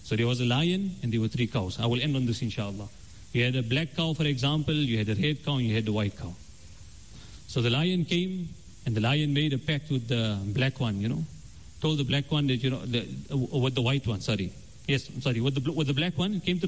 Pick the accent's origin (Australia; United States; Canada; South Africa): South Africa